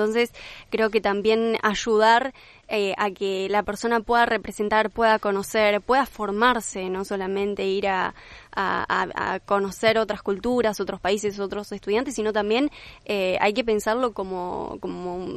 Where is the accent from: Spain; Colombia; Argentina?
Argentina